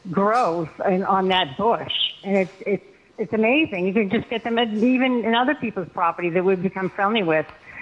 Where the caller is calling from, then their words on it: Puerto Rico; I am calling from Puerto Rico.